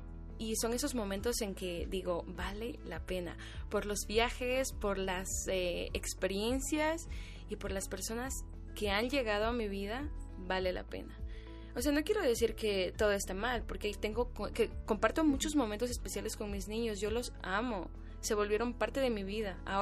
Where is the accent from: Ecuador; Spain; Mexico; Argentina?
Ecuador; moved away